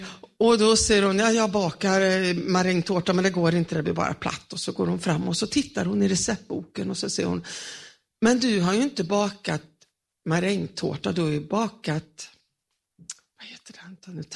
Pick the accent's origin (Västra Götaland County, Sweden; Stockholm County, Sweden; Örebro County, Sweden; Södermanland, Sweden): Västra Götaland County, Sweden; Smyna; Om ni inte har träffat mig förut så kommer jag från Smyna i södra Fågelås. Från en liten församling med 16 medlemmar.